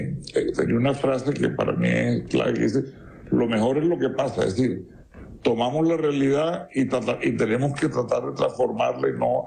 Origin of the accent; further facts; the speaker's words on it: Barranquilla, Atlántico, Colombia; en Barranquilla, mi ciudad natal, donde trabajaba.